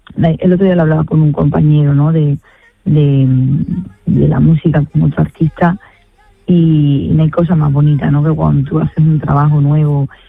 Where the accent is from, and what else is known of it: Spain